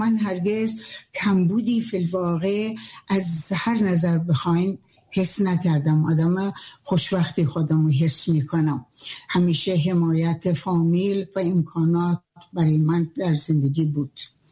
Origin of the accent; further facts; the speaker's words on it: Lahijan, Gilan, Iran; born there; من تو در سال 1319 در شهر لاهیجان دنیا اومدم.